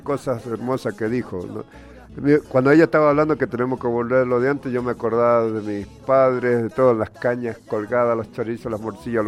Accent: 9 de Julio, San Juan, Argentina; moved away; Mire, me está viendo desde allá, de mi pago, de mi tierra, de mi pueblito, 9 de julio, de San Juan.

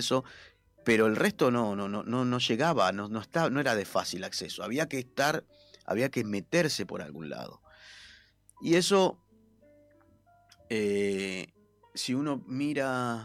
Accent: Córdoba, Argentina; moved away; en mi pueblo, yo cuando crecí en los años 90, mi adolescencia, infancia, adolescencia

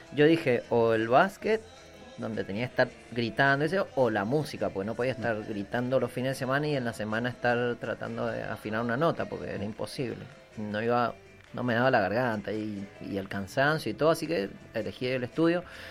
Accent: Las Heras, Argentina; Y él en Luján y yo en Las Heras, de donde soy.

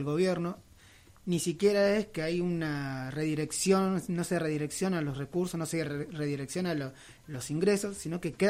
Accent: Buenos Aires, Argentina; moved away; mi abuelo es jujeño, yo soy de Buenos Aires

